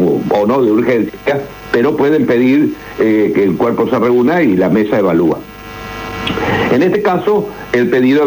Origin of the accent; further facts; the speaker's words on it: Islas del Ibicuí, Entre Ríos, Argentina; Yo soy de Islas del Ibicuí.